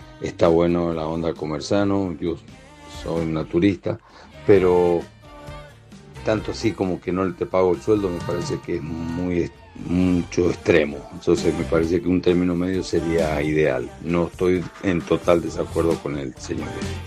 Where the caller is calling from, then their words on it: Godoy Cruz, Mendoza, Argentina; yo soy de Godoy Cruz.